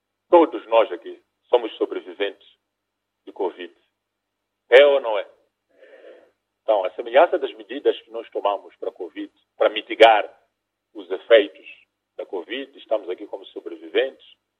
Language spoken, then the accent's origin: Portuguese; Mozambique